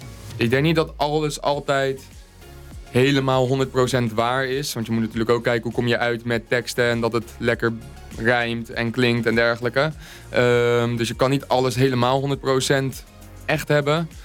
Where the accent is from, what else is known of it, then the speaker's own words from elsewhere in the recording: Reeuwijk, South Holland, Netherlands; moved away as an adult; now in Spijkenisse, Netherlands; ik kom oorspronkelijk uit Reewijk. Dus dat ligt naast Gouda. Dat ligt net niet in Rijnmond, maar momenteel ben ik eigenlijk woonzaam in Spijkenisse.